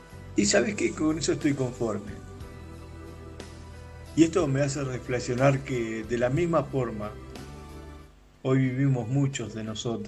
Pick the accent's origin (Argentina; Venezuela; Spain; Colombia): Argentina; soy de Argentina.